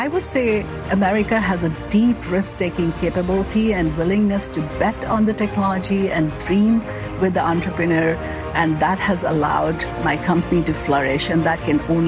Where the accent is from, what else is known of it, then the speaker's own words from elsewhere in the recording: India; now in United States; where investors are willing to bet on a first-generation immigrant. I come from India, and coming from outside, I was very surprised of how welcoming and how easy it was to integrate.